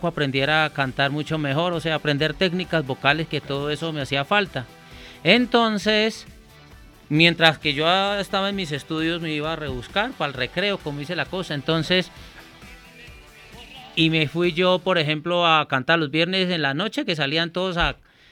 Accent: Huila, Colombia; moved away; en mi tierra... Huilense

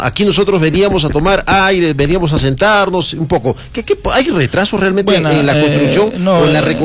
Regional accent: Socabaya, Arequipa, Peru; lo que teníamos, de lo que los que somos de Socabaya, lo que conocemos la plaza, ¿qué va a cambiar en todo caso?

